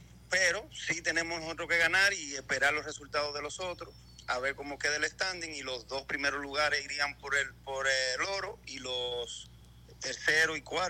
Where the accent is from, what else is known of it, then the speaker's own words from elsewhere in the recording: Mao, Valverde, Dominican Republic; born there; todo mi pueblo de Mao.